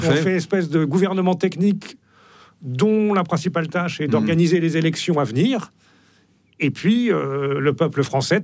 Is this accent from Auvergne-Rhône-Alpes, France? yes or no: no; Saint-Omer, Hauts-de-France, France; J'ai grandi à Saint-Omer, qui est une petite ville du Pas-de-Calais, qui a une cathédrale.